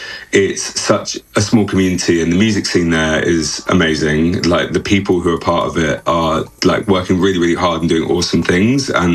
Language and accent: English; London, United Kingdom; moved away as an adult; also born or lived in Liverpool; Yeah, so originally I'm from London, and I lived in Southwest